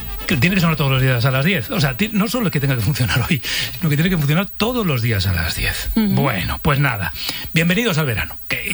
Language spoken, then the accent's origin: Spanish; Navarre, Spain